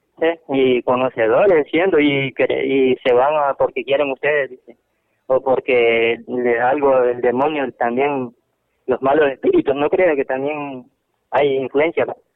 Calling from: San Pedro Sula, Cortés, Honduras; de aquí de San Pedro.

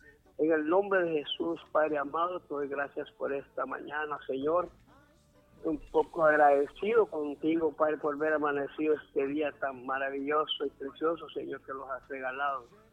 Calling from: Villanueva, Cortés, Honduras

